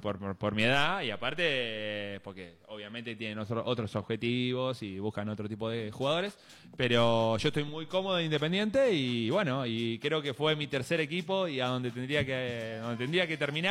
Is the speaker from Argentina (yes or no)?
yes; Junín, Buenos Aires Province, Argentina; now in Santiago del Estero, Argentina; Yo soy de Junín, provincia de Buenos Aires. Queda 250 kilómetros de la capital al noroeste.